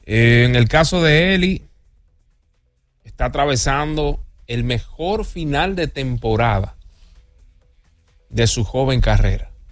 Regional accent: Dominican Republic; sobre todo para nosotros como dominicanos.

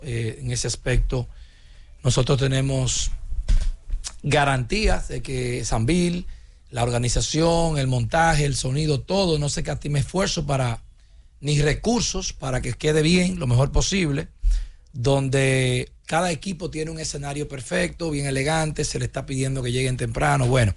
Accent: San Francisco de Macorís, Duarte, Dominican Republic; born there; yo nací en San Francisco, en el barrio Santa Ana

